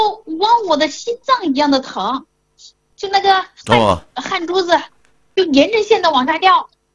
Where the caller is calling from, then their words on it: Hubei, China; 哎，你好，我是湖北的患者啊。